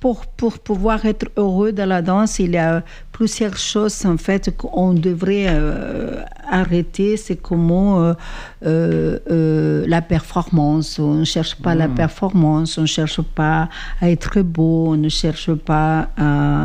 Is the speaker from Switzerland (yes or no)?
no; Mompox, Bolívar, Colombia; now in Montpellier, France; je viens d'une région de Mompos, la dépression Mompossina, qui est un creuset de tradition. Et qui conserve énormément ses racines. C'est un village qui vit et danse